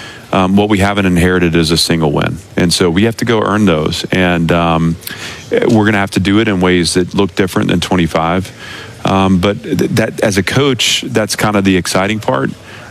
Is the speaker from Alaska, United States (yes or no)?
no; Nashville, Tennessee, United States; So none of it had to do with the fact that Vanderbilt's my alma mater or the fact that Nashville's my hometown.